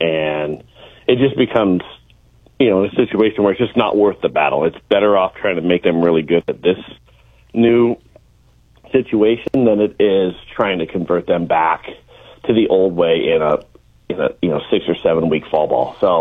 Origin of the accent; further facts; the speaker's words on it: West Coast, United States; You know, I grew up on the West Coast watching the Dodgers, the Giants, the A's, and all those teams